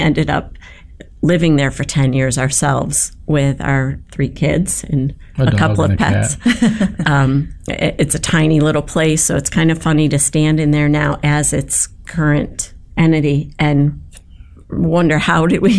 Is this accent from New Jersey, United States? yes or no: no; Syracuse, New York, United States; We were both born and raised in the Valley of Syracuse. We went to the same schools, had a lot of the same friends